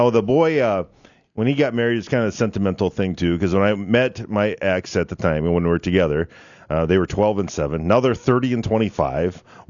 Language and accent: English; Barnesville, United States; A lot of people have moved into my hometown of Barnesville, right? A lot of new young couples from all over.